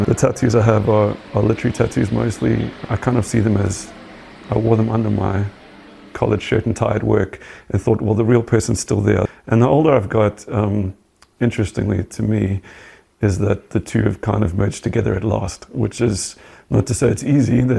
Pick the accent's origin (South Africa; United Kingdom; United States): South Africa; We are amazing sort of patchwork quilt of storytellers and of people, and we are uniquely South African in very different